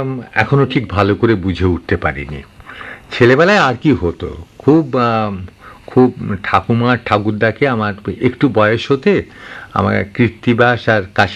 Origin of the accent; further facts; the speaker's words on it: Faridpur, Dhaka Division, Bangladesh; ফরিদপুর জেলার এমন একটি গ্রাম যেখান থেকে সবচাইতে কাছের রেল স্টেশনটিও ছিল প্রায় 24 মাইল দূরে, এমন একটি গ্রামের ছেলে আমি।